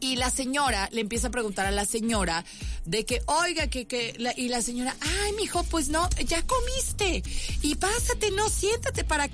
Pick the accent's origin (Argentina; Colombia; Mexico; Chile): Mexico